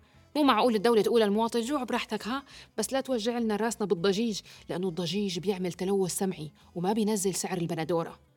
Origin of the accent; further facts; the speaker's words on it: Syria; بنتمنى كسوريين